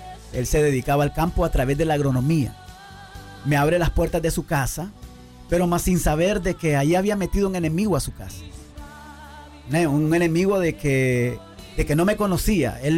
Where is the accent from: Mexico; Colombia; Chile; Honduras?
Honduras; Soy de Honduras, perdón por no identificarme, sí, soy 100% catracho, soy hondureño